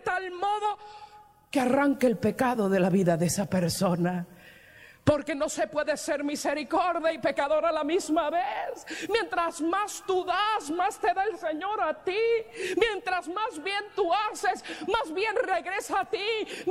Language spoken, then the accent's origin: Spanish; Puerto Rico; born there; moved away as an adult; Nací ciudadana americana, nací en Puerto Rico, donde es territorio americano. Y tuve que agarrar mis maletas solamente y llegar aquí